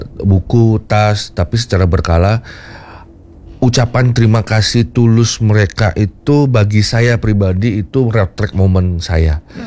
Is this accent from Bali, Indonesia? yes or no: yes; Bali, Indonesia; memang mencirikan kalau kita orang Bali, budaya kita di Luhung, sebagai orang timur yang beradab begitu, di mana Trihita Karana itu menjadi jiwa gitu ya, menjadi landasan kita hidup di Bali.